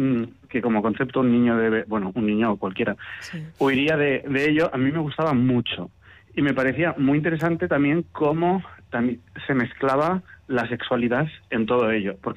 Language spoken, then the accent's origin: Spanish; Pamplona, Navarre, Spain; hacer cosas desde La Rochapea